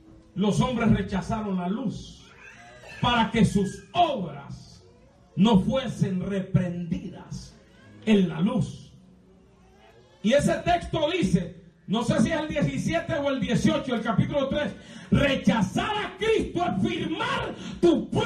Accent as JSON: {"language": "Spanish", "country": "Honduras", "also_born_or_lived": "Los Angeles, California", "moved": "as an adult", "lives_now": "United States", "said": "Cuando yo estaba en mi país, Honduras"}